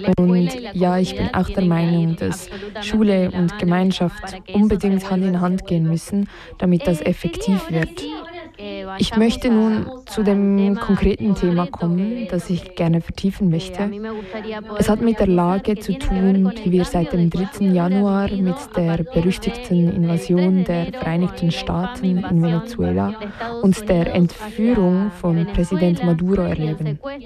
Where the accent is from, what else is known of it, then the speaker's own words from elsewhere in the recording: Argentina; Ich komme zum Beispiel aus Argentinien